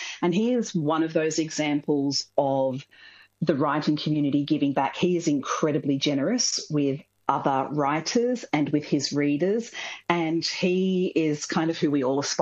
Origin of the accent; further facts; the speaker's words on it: Coffs Harbour, New South Wales, Australia; Yeah, I grew up in Coffs Harbour back in the days when Coffs Harbour was much smaller than it is nowadays.